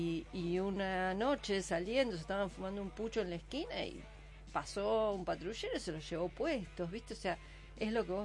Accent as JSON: {"language": "Spanish", "town": "La Plata", "region": "Buenos Aires Province", "country": "Argentina", "said": "Yo en realidad soy platense."}